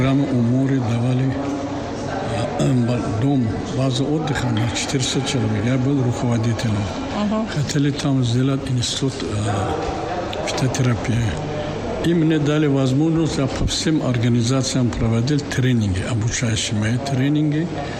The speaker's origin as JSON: {"language": "Russian", "country": "Tajikistan", "said": "таджик с Таджикистана"}